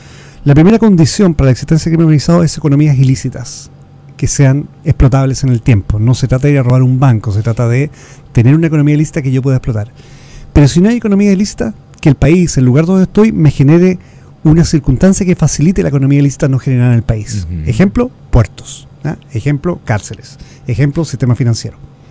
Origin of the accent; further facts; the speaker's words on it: Chile; Obviamente mi acento no es uruguayo, soy chileno.